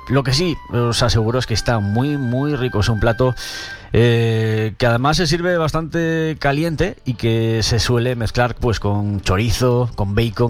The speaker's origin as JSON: {"language": "Spanish", "town": "Cabezón de la Sal", "region": "Cantabria", "country": "Spain", "said": "Cabezón de la Sal, mi pueblo"}